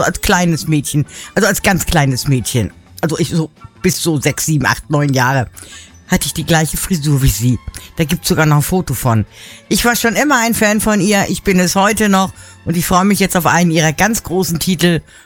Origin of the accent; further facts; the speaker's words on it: Hamburg, Germany; sowieso, ich komme aus Hamburg.